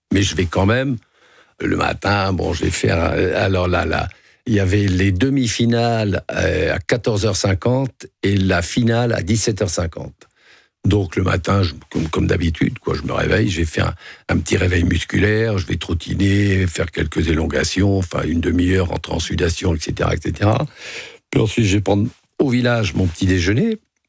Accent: Oignies, Hauts-de-France, France; born there; Oigny, Pas-de-Calais, ouais. O-I-G-N-I-E-S.

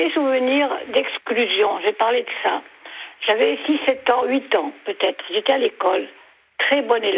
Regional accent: Tunis, Tunis Governorate, Tunisia; moved away; J'étais petite fille, je suis née à Tunis, et mes parents étaient, mon père catholique, d'une famille catholique, mais pas, lui n'était pas pratiquant du tout. Mmh. Ma mère, une famille juive, mais pas pratiquante.

